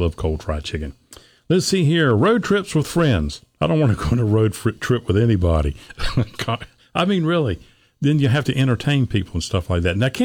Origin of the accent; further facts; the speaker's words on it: Norfolk, Virginia, United States; I grew up in Norfolk, which is not that far from the beach.